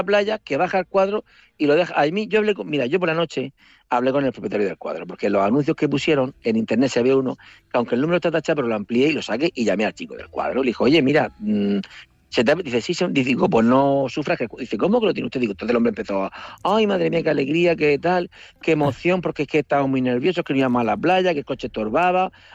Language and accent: Spanish; Murcia, Region of Murcia, Spain; Digo, mire … soy de Murcia y tal.